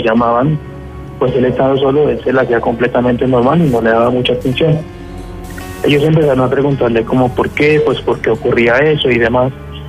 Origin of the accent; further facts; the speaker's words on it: Caribbean Region, Colombia; yo también soy costeño